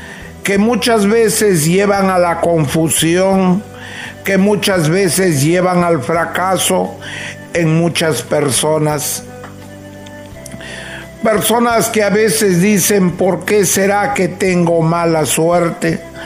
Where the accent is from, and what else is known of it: northern Peru, Peru